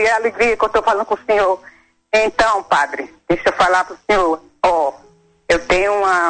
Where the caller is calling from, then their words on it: Sonora, Mato Grosso do Sul, Brazil; Mato Grosso do Sul, Sonora, padre.